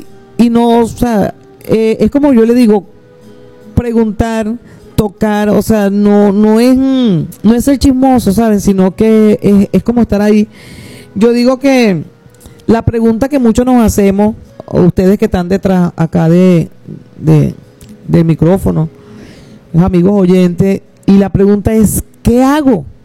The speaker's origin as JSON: {"language": "Spanish", "town": "Caracas", "region": "Capital District", "country": "Venezuela", "moved": "as an adult", "lives_now": "San Juan de los Morros, Venezuela", "said": "yo no soy de acá de San Juan, yo viví en Caracas, soy una caraqueña pendiente de San Juan de los Morros, pero bueno, las circunstancias me trajeron para acá."}